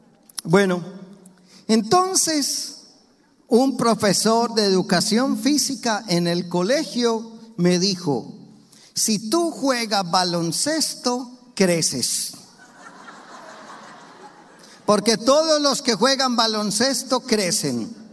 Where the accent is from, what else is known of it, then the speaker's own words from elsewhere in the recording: Medellín, Antioquia, Colombia; yo soy colombiano de una ciudad de Colombia que se llama Medellín.